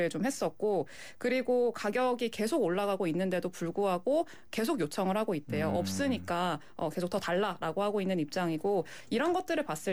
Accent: South Korea; 아무래도 한국 사람이다 보니까 심리가 네.

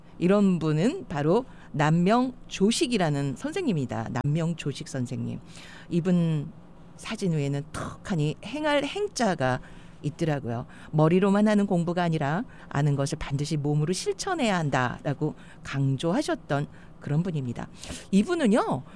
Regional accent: Chungcheong, South Korea; moved away; 저는 충청도거든요.

